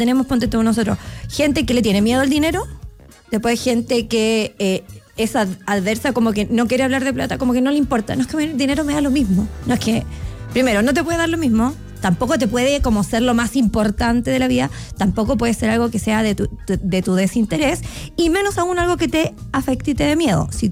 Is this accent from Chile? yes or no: yes; southern Chile, Chile; yo que vengo del sur de Chile